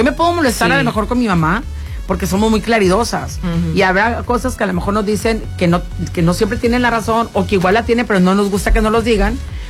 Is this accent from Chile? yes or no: no; Mexico; Porque así somos los mexicanos, ¿no?